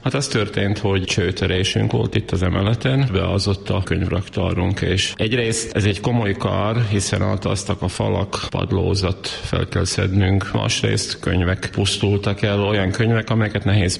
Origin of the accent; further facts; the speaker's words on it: Bátka, Banská Bystrica Region, Slovakia; accent: Palóc; first language Hungarian; moved away as an adult; also born or lived in Rimavská Sobota / Bratislava / Dunajská Streda; egy kisiskolában, a szülőfalumon, Bátkában kezdtem az iskoláimat, már a Rimaszombati gimnáziumban folytattam.